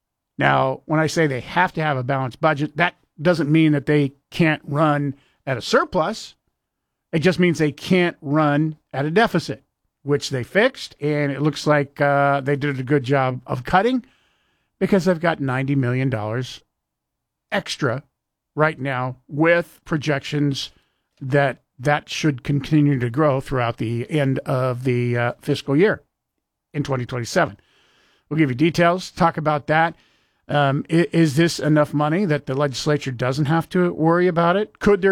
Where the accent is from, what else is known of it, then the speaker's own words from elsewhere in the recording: Moscow, Idaho, United States; born there; I was born in Moscow, Idaho.